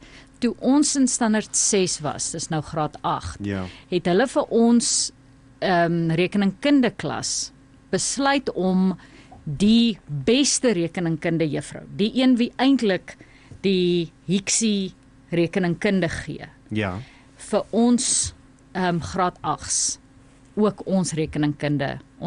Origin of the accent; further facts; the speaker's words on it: Windhoek, Khomas, Namibia; also born or lived in Pretoria; in Windhoek groot geword, Suiderhof primair, en toe in VHS.